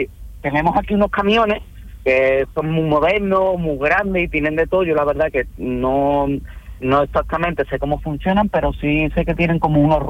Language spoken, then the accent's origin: Spanish; Écija, Andalusia, Spain; moved away as an adult; also born or lived in Seville; Yo soy de Écija, sí.